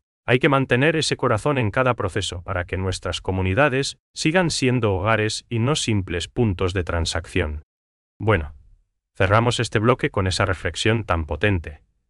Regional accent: Paraguay; lo que realmente valoramos como paraguayos

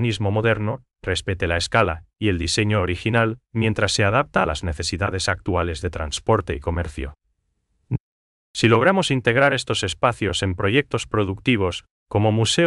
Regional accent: Paraguay; esa esencia que nos define como paraguayos.

